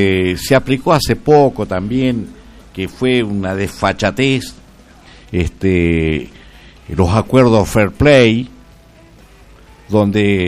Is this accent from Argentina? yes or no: yes; Argentina; Flojito lo mío, pero uno viendo y siendo argentino...